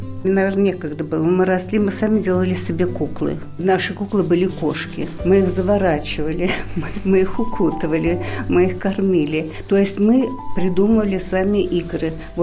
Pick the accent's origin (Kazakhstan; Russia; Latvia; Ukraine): Russia; Balakovo, Saratov Oblast; moved away as an adult; now in Oryol Oblast, Russia; Детство прошло у меня на Волге, город Балаково, Саратовская область.